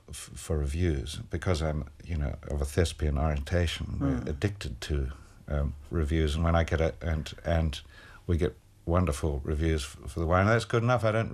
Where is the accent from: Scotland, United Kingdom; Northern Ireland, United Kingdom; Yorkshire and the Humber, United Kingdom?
Northern Ireland, United Kingdom; Omagh; also born or lived in Armagh; And so we grew up, I was born near Omagh, and we spent quite a lot of the time on the coast and also in Armagh